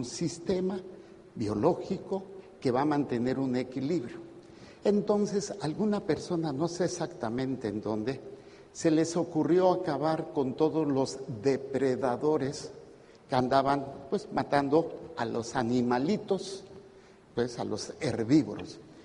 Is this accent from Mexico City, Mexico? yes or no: yes; Mexico City, Mexico; Yo soy chilango, sí, es un defecto, dicen